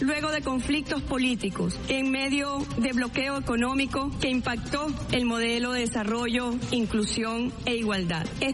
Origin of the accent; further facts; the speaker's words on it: Venezuela; Vengo a esta asamblea como una hija más de Venezuela